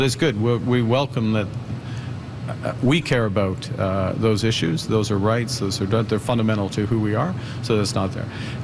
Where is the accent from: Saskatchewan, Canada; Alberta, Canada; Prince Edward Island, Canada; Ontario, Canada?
Alberta, Canada; Where I grew up in Alberta, those, you know, those are subcompacts.